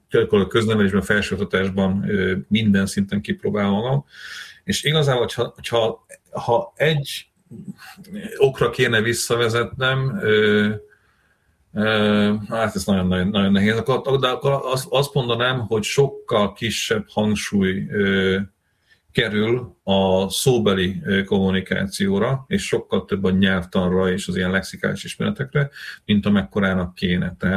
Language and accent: Hungarian; Slovakia; én felvidéki származású vagyok, tehát én azért ismerek több szláv nyelvet, hiszen olyan környezetben nőttem fel